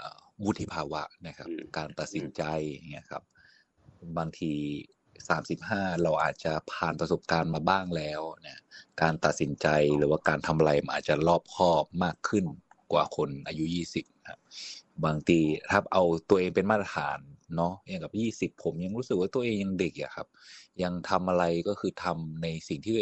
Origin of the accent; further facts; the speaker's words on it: Chiang Mai, Thailand; ผมมาจากเชียงใหม่